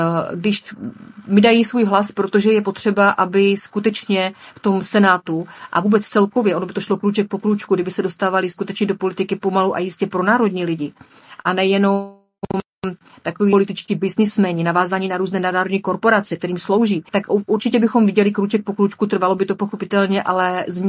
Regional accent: Moravian-Silesian Region, Czechia; A já právě proto kandiduji, protože já miluji můj region, miluji Beskydy. Jsem … jak zpívá v písničce

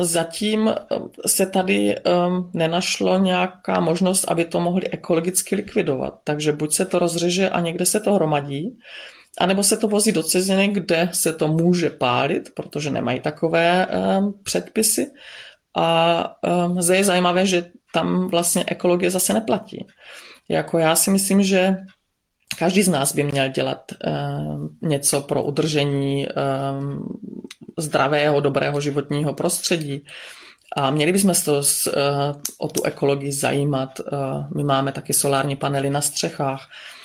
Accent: Bystřice pod Hostýnem, Zlín Region, Czechia; now in Dittelsheim-Heßloch, Germany; a pocházím z Bystřice pod Hostýnem. Aktuálně bydlím v Německu v obci Dittelsheim Heslo.

